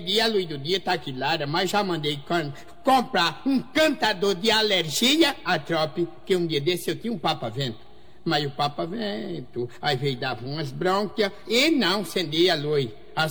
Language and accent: Portuguese; Caruaru, Pernambuco, Brazil; Já, lá na minha terra, no Caruaru, eu era barbeiro na barbearia de Zé Careca.